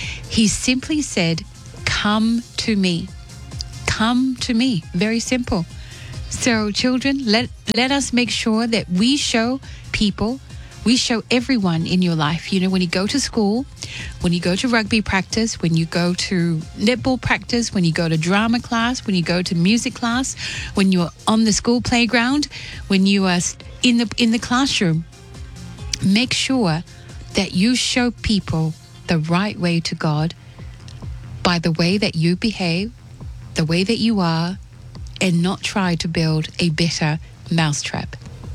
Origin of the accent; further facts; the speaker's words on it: Tonga; moved away; growing up in Tonga and growing up, of course, when I was a child and a teenager